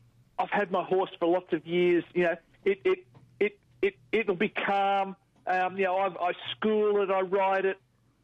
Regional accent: New South Wales, Australia; I have been doing rescue in my little patch for over 40 years. So I'm from New South Wales. So I'm in an area northwest of Sydney called the Hawkesbury.

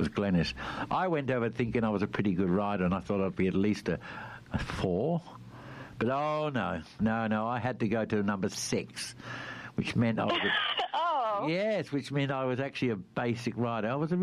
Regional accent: Australia; Do I have to have a license to go to that show being an Australian?

